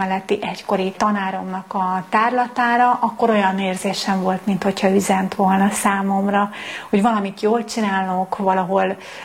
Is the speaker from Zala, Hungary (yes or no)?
no; Budapest, Hungary; Budapesten születtem, de a 6. kerületben nőttem fel. Szép emlékeim vannak gyerekkoromból.